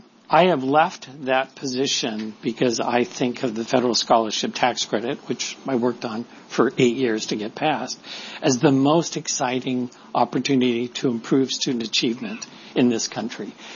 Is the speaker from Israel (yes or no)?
no; California, United States; We're no longer relying on I'm a Californian. I've personally been on the ground working in Oakland for 20 years